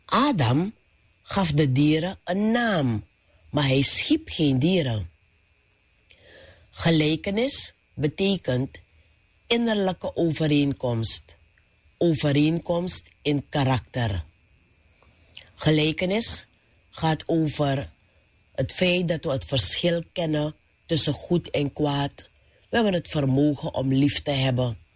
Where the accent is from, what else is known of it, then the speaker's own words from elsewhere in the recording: Suriname; Ik werd geboren als Nederlander, omdat ik toen burger was van het Koninkrijk der Nederlanden. Maar na de onafhankelijkheid werd ik Surinamer. Ik ben nu een burger van de Republiek Suriname.